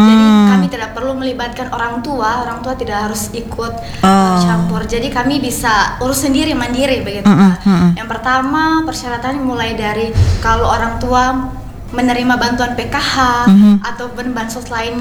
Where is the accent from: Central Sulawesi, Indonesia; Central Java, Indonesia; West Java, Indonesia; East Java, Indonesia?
Central Sulawesi, Indonesia; Parigi Moutong; moved away; Dari Parigimotong